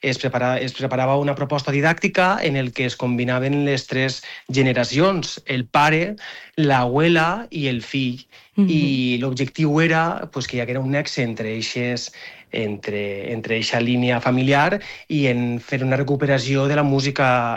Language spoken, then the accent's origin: Catalan; Ròtova, Valencian Community, Spain; l'ha tocat al meu poble, a Rotova.